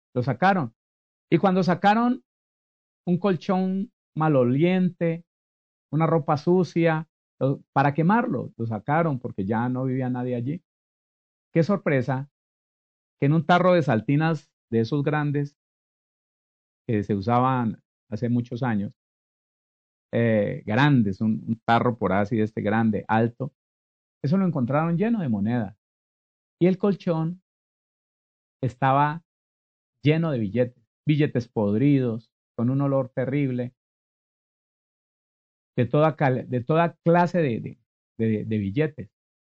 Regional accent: Tuluá, Valle del Cauca, Colombia; moved away; Allá en la ciudad de donde yo vengo, un municipio muy bonito, llamado Tuluá, en el Valle del Cauca

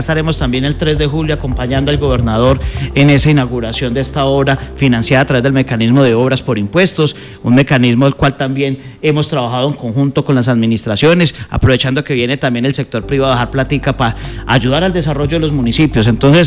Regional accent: Manzanares, Caldas, Colombia; Yo me siento como en mi tierra, yo soy de Manzanares

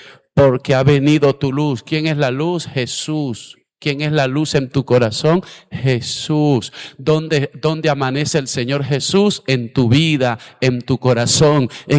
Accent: La Guajira, Colombia; Soy de La Guajira

